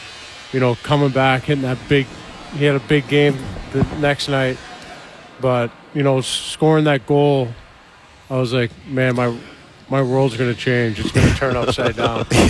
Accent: St. Louis, Missouri, United States; being in my hometown.

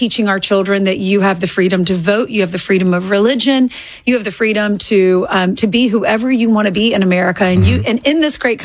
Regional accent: South Carolina, United States; born or raised there; now in New York, United States

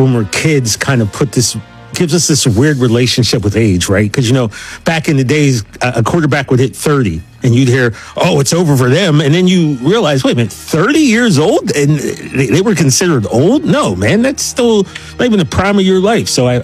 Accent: Pennsylvania, United States; My whole life. I'm from Pennsylvania.

